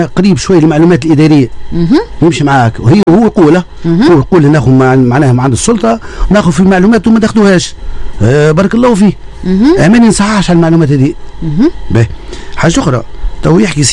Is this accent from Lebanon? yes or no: no; Tunisia; عندنا في تونس